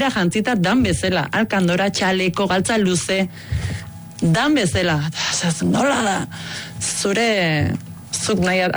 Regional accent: Ibarra, Basque Country, Spain; Ni Ibarrakoa naiz.

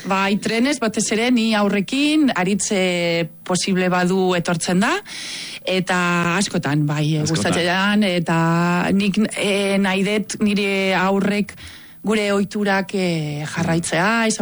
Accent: Catalonia, Spain; first language Catalan; Basque is a second language; moved away as an adult; now in Basque Country, Spain

